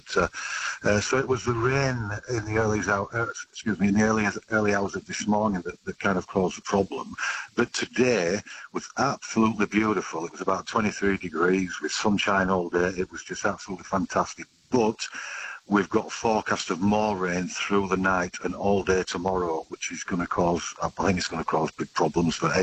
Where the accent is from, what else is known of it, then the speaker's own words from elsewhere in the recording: Yorkshire and the Humber, United Kingdom; now in Australia; Yeah, it is the Northern Hemisphere, and it's the north of England. Yeah, I'm actually from Yorkshire in the north of England, yeah.